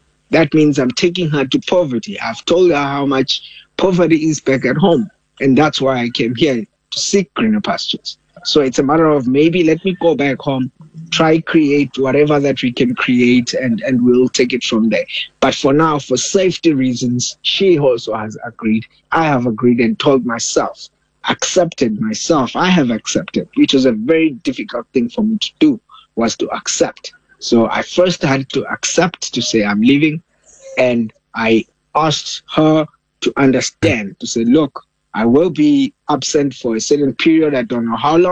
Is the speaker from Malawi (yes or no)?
yes; Malawi; now in South Africa; Home is Malawi, and I would never refuse Malawi being my home. As I speak to you right now, Malawi is a very peaceful country. It is a country that is very small.